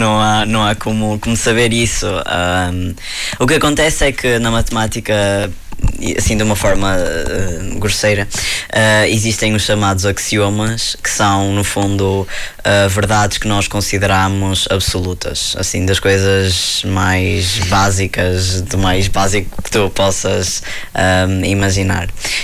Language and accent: Portuguese; Guimarães, Norte, Portugal; Sou de Guimarães, por coincidência.